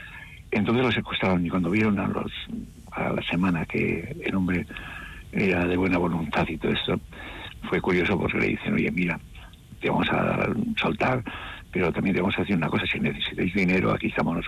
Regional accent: Basque Country, Spain; El primer vasco que tuvo el premio Roma era de mi pueblo, poco conocido, Germán Landazábal. Pero la música, el chistu, bueno, tuvimos una banda chistular

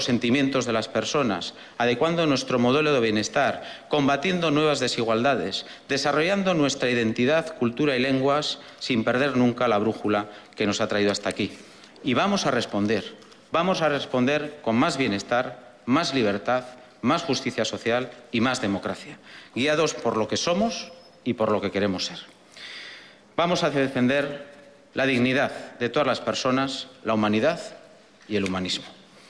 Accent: Basque Country, Spain; Como vasco y demócrata

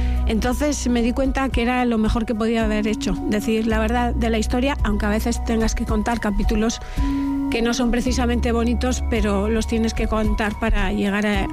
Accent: Mungia, Basque Country, Spain; Bueno, ¿qué voy a decir yo? Mi pueblo, ¿no? Toda la vida viviendo allí y es mi casa.

